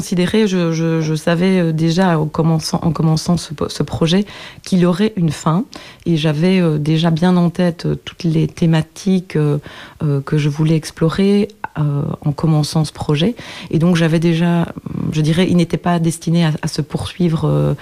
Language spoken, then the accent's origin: French; Wallonia, Belgium; moved away as an adult; now in Brussels, Belgium; moi-même donc je suis ardennaise, j'habite à Bruxelles depuis plus de 25 ans, donc depuis que j'étudie